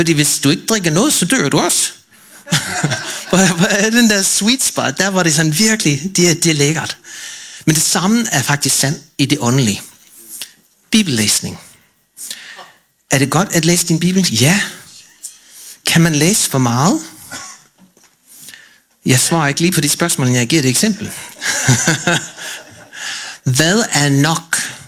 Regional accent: Oregon, United States; Danish is a second language; now in Denmark; Jeg voksede op i Oregon, i en inner city, sådan en stor by, hvor der var en baptistkirke i nærheden

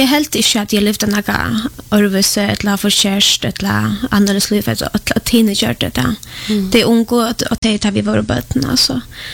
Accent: Poland; Swedish is a second language; now in Sweden; Jag är född och uppvuxen i Polen.

